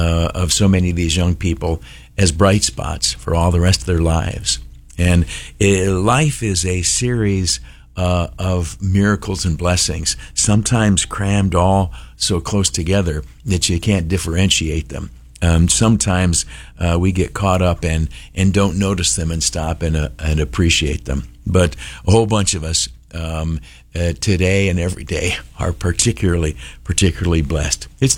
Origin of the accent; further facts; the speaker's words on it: Canisteo, New York, United States; Canastillo, where I grew up, my hometown